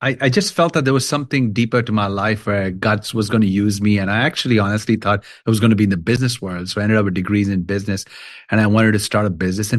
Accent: Kolkata, West Bengal, India; And I had got to meet Mother Teresa growing up in Calcutta and seen our work.

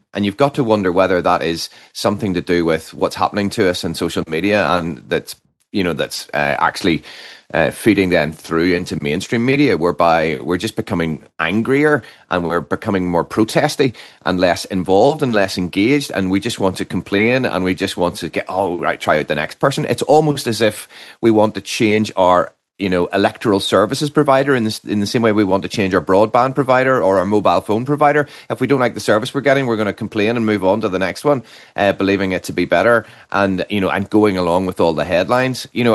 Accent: Northern Ireland, United Kingdom; I come from Northern Ireland

